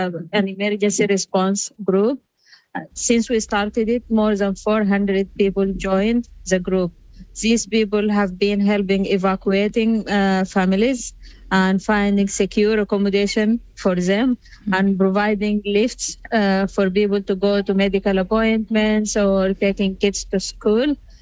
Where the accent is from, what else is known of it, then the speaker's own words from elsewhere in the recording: Sudan; I am one of them. I am from Sudan too.